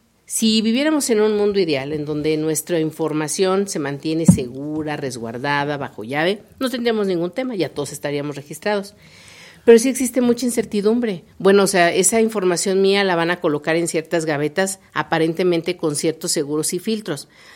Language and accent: Spanish; Mexico; como buenos mexicanos que somos